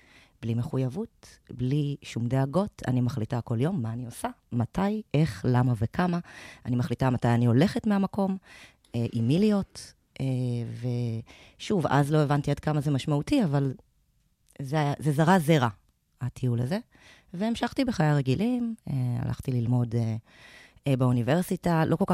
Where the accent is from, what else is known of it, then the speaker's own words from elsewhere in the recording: Hod HaSharon, Central District, Israel; born there; נולדתי בעוד השרון